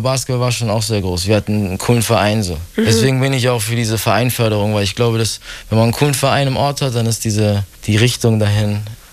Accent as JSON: {"language": "German", "region": "Bavaria", "country": "Germany", "tie": "born or raised there"}